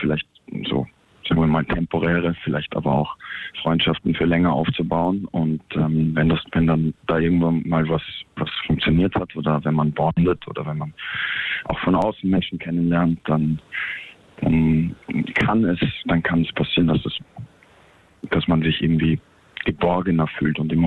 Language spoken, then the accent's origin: German; Vienna, Austria; Ich bin Österreicher. Ich bin aus Wien. Und ich bin seit 3,5 Monaten in Deutschland und spiele hier in Bad Hersfeld bei den Bad Hersfelder Festspielen.